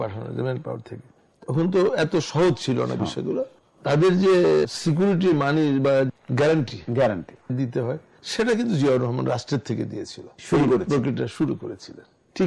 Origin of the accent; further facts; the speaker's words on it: Bangladesh; আমরা অবশ্যই বাঙালি, কিন্তু আমরা বাংলাদেশি